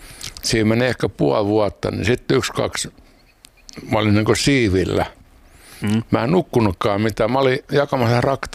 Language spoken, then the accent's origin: Finnish; Helsinki, Uusimaa, Finland; born there; Joo, mä oon syntynyt Helsingissä.